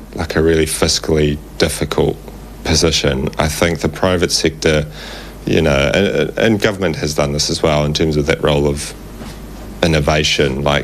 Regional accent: New Zealand

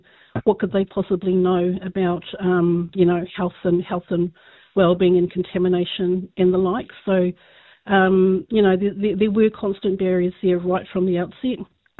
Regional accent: Whakatāne, Bay of Plenty, New Zealand; So growing up in Whakatāne, I was surrounded by the workers and whānau

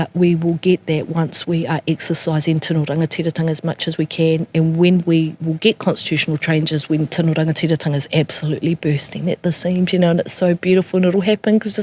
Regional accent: Gisborne, New Zealand; so I'm from Ngāti Porou, right

